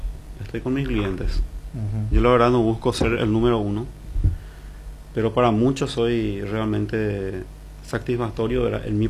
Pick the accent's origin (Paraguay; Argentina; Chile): Paraguay; Asunción; now in Coronel Oviedo, Paraguay; Yo generalmente soy de Asunción, ¿verdad? Pero me siento ovetense